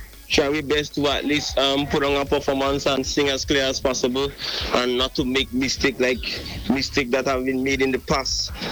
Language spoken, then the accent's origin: English; Gouyave, Saint John, Grenada; I'm from Guavis in St. John, but I reside at Mount Granby, also in St. John.